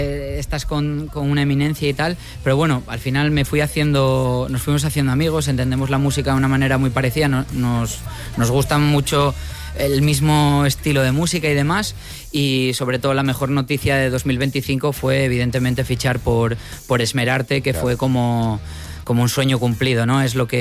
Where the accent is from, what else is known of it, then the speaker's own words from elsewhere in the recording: Avilés, Asturias, Spain; Somos dos de Avilés, uno de Cudillero y otro de Gijón.